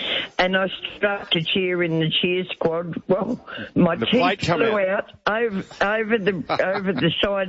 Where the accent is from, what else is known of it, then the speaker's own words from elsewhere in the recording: Melbourne, Victoria, Australia; Hi. I grew up in North Melbourne, not far from the ground.